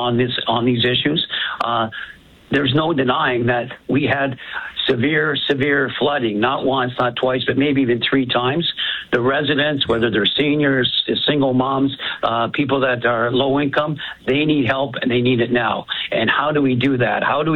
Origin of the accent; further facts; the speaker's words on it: St. Catharines, Ontario, Canada; But St. Catharines was hit. You know, like I said, I'm from St. Catharines.